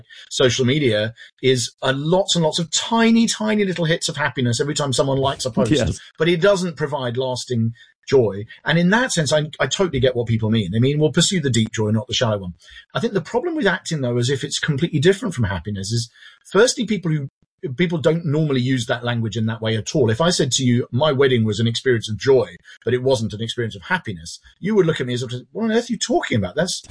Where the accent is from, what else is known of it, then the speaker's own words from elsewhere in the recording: England, United Kingdom; Yeah, I'm English and very proud.